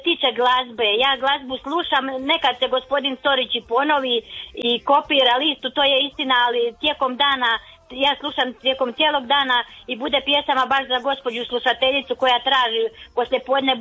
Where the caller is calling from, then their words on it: Šibenik, Šibenik-Knin County, Croatia; kod nas u Šibeniku